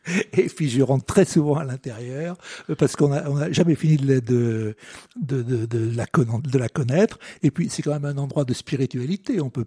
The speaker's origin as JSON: {"language": "French", "town": "Roanne", "region": "Auvergne-Rhône-Alpes", "country": "France", "tie": "born there", "also_born_or_lived": "Martinique", "moved": "yes", "lives_now": "Bourges, France", "said": "Je suis né à Roanne, j'ai vécu 4 ans outre-mer, en Martinique, et je suis arrivé par hasard à Bourges, et comme je le dis souvent, j'ai fait de Bourges ma ville natale."}